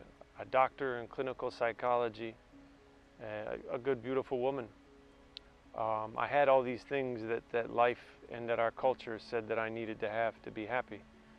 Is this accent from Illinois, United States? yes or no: yes; Chicago, Illinois, United States; also born or lived in Florida / England; now in Lourdes, France; I am from Chicago.